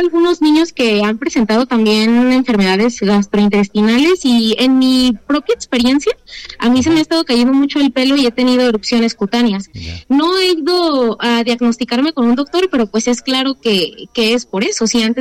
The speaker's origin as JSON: {"language": "Spanish", "town": "Guadalajara", "region": "Jalisco", "country": "Mexico", "said": "yo hablo también por mi municipio en específico, que soy de Guadalajara."}